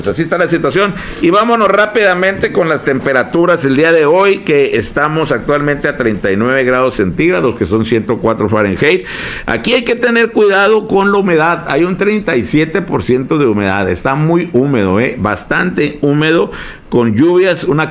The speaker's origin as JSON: {"language": "Spanish", "area": "the Valley", "region": "Baja California", "country": "Mexico", "said": "somos del Valle"}